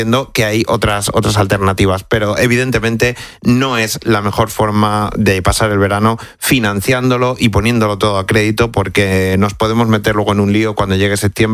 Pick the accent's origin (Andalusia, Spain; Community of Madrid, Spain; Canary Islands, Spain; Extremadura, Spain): Extremadura, Spain; yo que además que soy extremeño, imagínate lo que me cuentan de por allí, de la que está cayendo en Cáceres y Badajoz